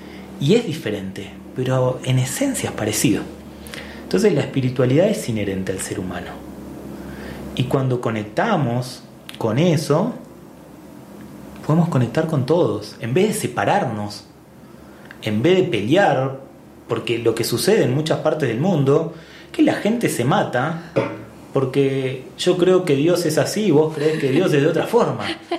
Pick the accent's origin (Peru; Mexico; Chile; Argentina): Argentina; now in Ecuador; El bolón es ecuatoriano y a mí me encanta y soy argentino.